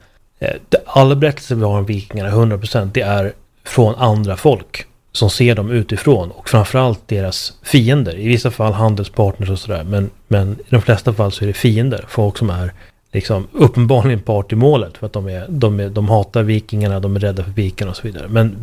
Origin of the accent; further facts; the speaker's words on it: Sweden; för jag är svensk